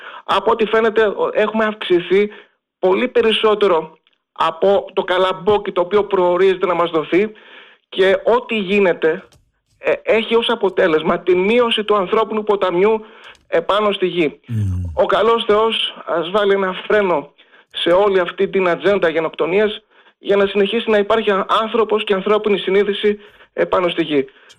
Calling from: Naousa, Central Macedonia, Greece; Είμαι από επαρχία Νάουσα Σημανθίας.

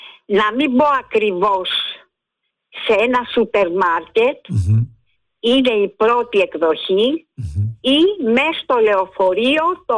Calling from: Nea Filadelfeia, Attica, Greece; από τη Νέα Φιλαδέλφια.

